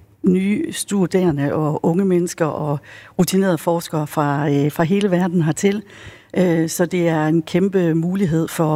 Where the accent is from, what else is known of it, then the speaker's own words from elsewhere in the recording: Vejle, Region of Southern Denmark, Denmark; Jeg er en stolt vejlenser, og jeg synes, det er et kæmpe fantastisk skridt for Vejle, at vi bliver universitetsby.